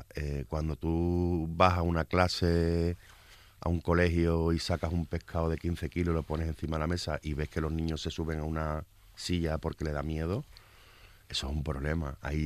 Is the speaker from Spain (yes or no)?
yes; Cádiz, Andalusia, Spain; Pues tuvimos la suerte hace muchos años de, como gaditano, disfrazarla de cosas, en este caso de embutidos marinos.